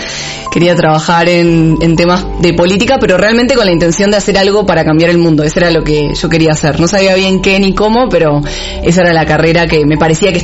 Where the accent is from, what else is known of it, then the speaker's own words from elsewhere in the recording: Buenos Aires, Argentina; moved away; yo soy argentina, tengo 32 años, fui nacida y criada, digamos, en Buenos Aires, por una familia de emprendedores.